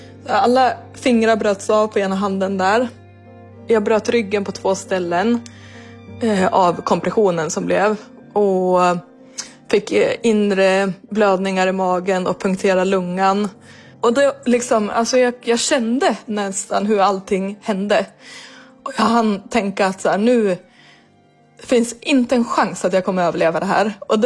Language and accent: Swedish; Järvsö, Gävleborg County, Sweden; moved away as an adult; jag trivdes otroligt bra hemma i Järvsö